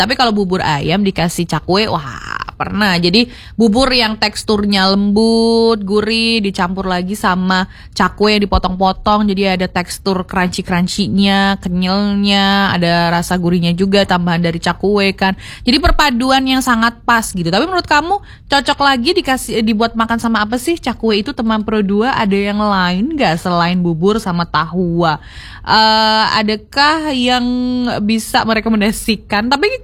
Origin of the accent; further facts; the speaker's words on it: Surabaya, East Java, Indonesia; Aku wong Barat ya kan, jadi ngertiin yang Surabaya Barat.